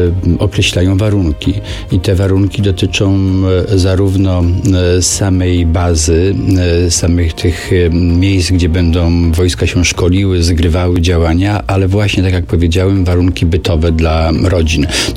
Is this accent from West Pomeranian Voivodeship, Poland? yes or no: yes; West Pomeranian Voivodeship, Poland; Ja bardzo optowałem za wariantem szczecińskim, nie tylko dlatego, że pochodzę z tego regionu